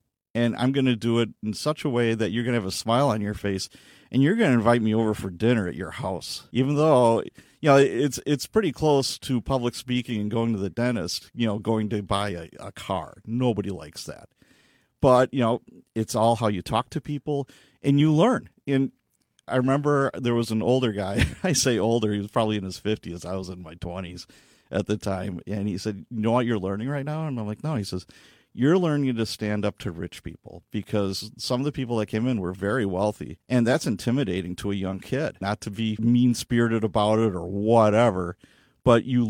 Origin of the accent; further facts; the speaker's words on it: Chicago, Illinois, United States; when I was young, I grew up in Chicago, in the Chicagoland area